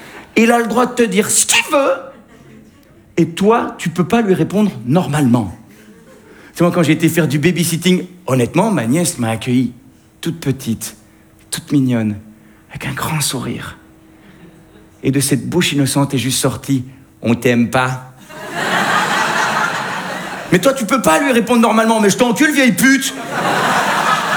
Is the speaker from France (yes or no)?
no; Belgium